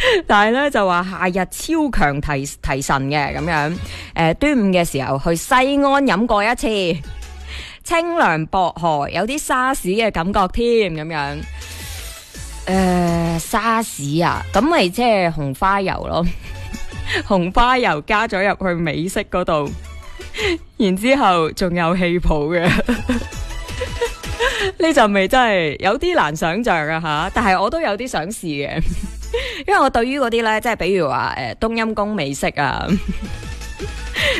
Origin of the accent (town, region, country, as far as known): Foshan, Guangdong, China